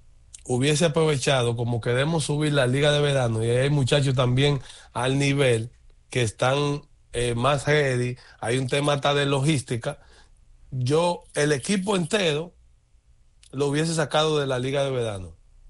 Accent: Dominican Republic; now in United States; yo creo que como dominicano

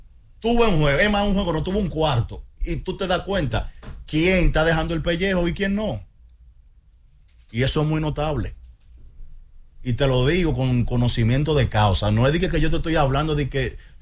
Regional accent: San Cristóbal, Dominican Republic; a mí, que soy de San Cristóbal

